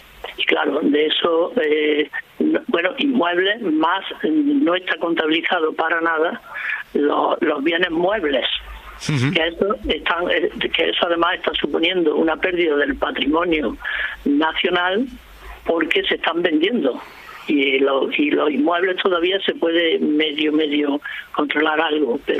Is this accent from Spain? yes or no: yes; Córdoba, Andalusia, Spain; Yo que soy de Córdoba, ¿quién puede poner un precio a la mezquita de Córdoba?